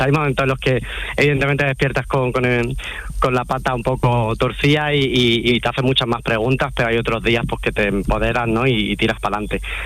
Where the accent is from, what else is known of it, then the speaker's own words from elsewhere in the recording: Granada, Andalusia, Spain; Pues sí, soy bastante granadino. También aposté mucho por quedarme aquí, que bueno, he tenido mis propias diatribas con esto, pero ya me he reconciliado con el hecho de quedarme en mi tierra